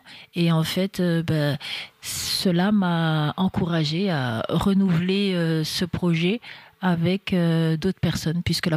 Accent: Remiremont, Grand Est, France; je suis née à Remiremont, donc je suis une fille des Vosges, hein

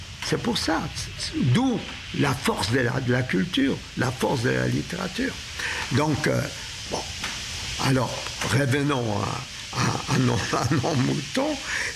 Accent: Warsaw, Masovian Voivodeship, Poland; born there; first language Polish and Yiddish; French is a second language; Enfant, je parlais polonais et le yiddish. C'était, pour ceux qui ne savent pas, je suis né à Varsovie en 1936. Varsovie, 1 million d'habitants

